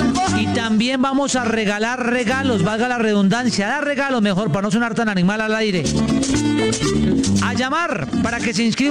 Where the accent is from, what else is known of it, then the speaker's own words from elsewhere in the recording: Bogotá, Colombia; siendo rolo